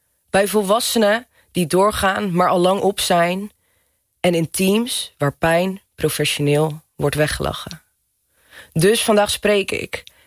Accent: Goes, Zeeland, Netherlands; also born or lived in Borssele; Ik ben geboren in Goes. Het eerste jaar van mijn leven heb ik in Borselen gewoond. Toen zijn we naar Goes verhuisd.

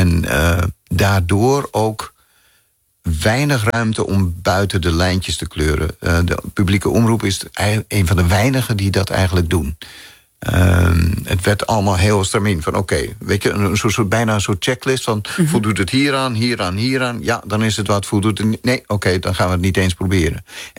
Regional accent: Amsterdam, North Holland, Netherlands; Klopt, ik ben in de stad opgegroeid. Oh, ja. Geboren en getogen in Amsterdam. Op de Nieuwendijk.

